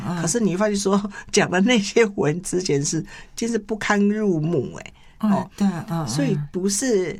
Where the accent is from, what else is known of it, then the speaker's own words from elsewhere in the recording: China; 我们中国人写的歌词都是很优美